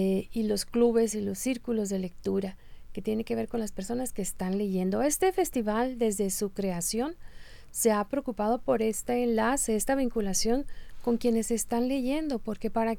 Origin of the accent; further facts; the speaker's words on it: Navojoa, Sonora, Mexico; Muy contenta de estar aquí y llegar a mi gente del sur del estado, porque es de saber que soy de Navojoa.